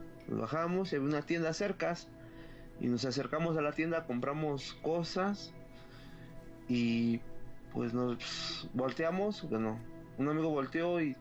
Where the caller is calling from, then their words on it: Mexico City, Mexico; Desde la delegación de Iztapalapa